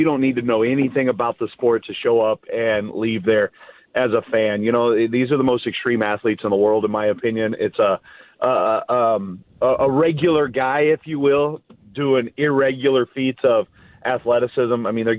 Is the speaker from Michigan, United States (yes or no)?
no; Oklahoma, United States; I grew up in Oklahoma